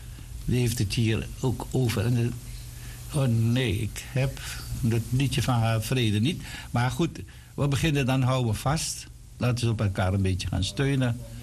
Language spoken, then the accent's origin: Dutch; Suriname; now in Netherlands; kan je zeggen van ja, je kan het liever over het Surinaams nieuws hebben. Dat is ook waar. Dat is ons vaderland tenslotte. En dan kijken we met alle ogen zijn gericht op ons vaderland.